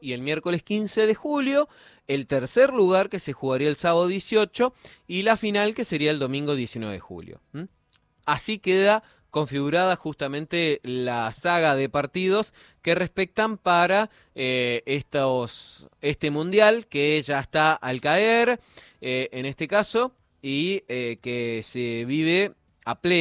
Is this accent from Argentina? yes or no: yes; Argentina; sobre todo como argentinos